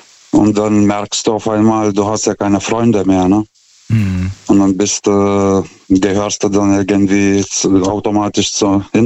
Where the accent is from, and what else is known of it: Lithuania; now in Germany